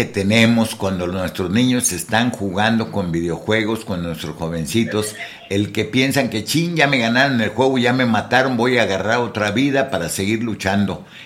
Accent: Mexico; todo lo que me hace falta como mexicano para tener paz.

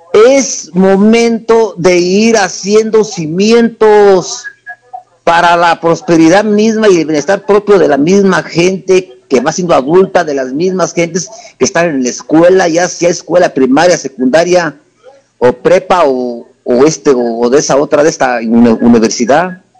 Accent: Mexico; moved away; also born or lived in United States

